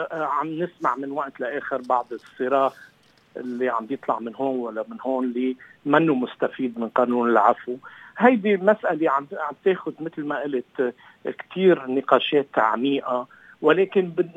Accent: Lebanon; كلبنانيين

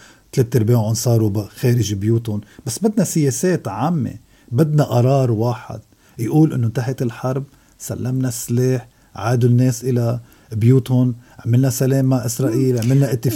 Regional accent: Lebanon; أنا أنتمي إلى لبنان وأنتمي إلى طائفة وأنتمي إلى وهذا مش غلط إذا كنت مسيحي ماروني ولبناني بذات الوقت

